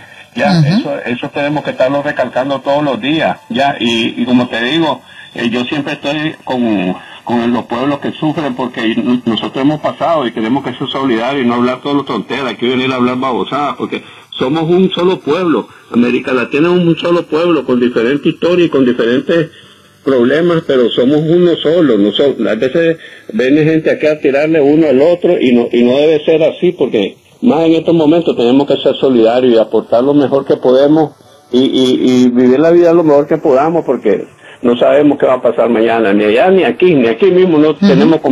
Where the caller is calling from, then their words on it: New York, United States; desde aquí en Nueva York.